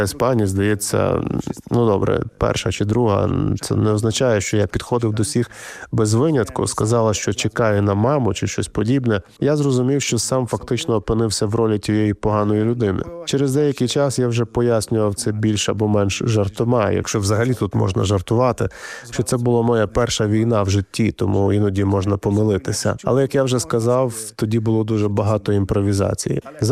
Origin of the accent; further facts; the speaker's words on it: Poland; У мене в крові є досвід окупації. Тому це інстинктивно. І саме тому для мене очевидно, що як поляк я підтримую країну, яка переживає фактично те саме.